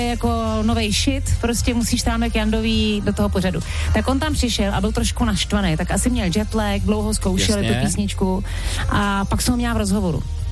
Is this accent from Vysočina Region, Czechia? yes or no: no; Prague, Czechia; now in Germany; A já jsem říkala, já jsem Češka. A on, ty jsi Češka, no, odkud? A já z Prahy.